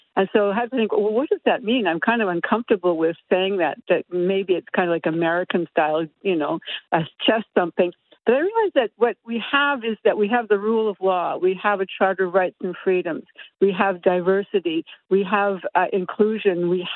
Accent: Canada

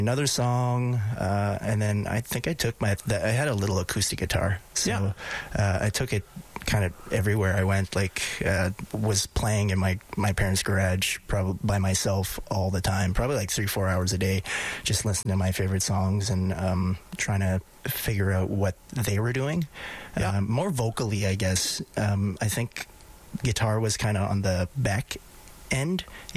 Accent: Wabasca, Alberta, Canada; So I grew up in Wabasca. It's about 3 hours north of Edmonton. A little small town, a little bit of municipality, a little bit of reserve.

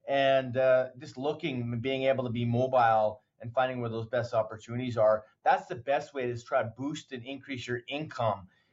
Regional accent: Sturgeon County, Alberta, Canada; up in Sturgeon County, where I grew up in Northern Alberta

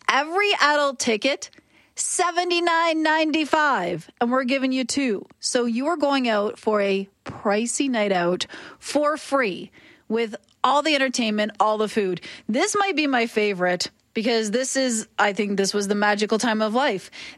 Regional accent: Ontario, Canada; I grew up when there was the Sky Dome because I grew up outside Toronto.

